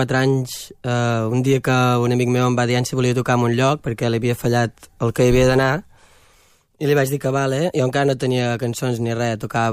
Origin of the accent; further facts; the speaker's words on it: Roda de Ter, Catalonia, Spain; jo sóc de Roda.